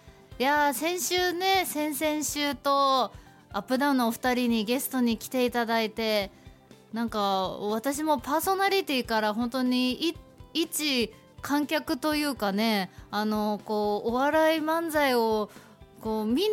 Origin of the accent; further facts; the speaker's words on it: Sapporo, Hokkaido, Japan; born there; also born or lived in Iwamizawa, Hokkaido; now in Nemuro, Japan; 私はこう、岩見沢で生まれ、まあ、札幌で過ごし、まあ、根室ということで、北海道内をですね、まあ、いろいろこう住んでいるんですけれども